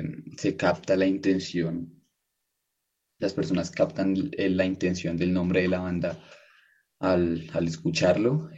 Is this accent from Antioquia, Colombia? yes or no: no; Bogotá, Bogotá Capital District, Colombia